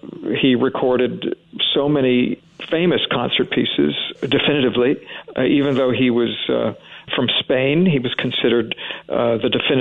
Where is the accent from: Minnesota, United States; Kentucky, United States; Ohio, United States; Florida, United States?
Ohio, United States; Columbus; moved away as an adult; now in California, United States; I moved to California from Columbus, Ohio, when I was 20 years old in 1976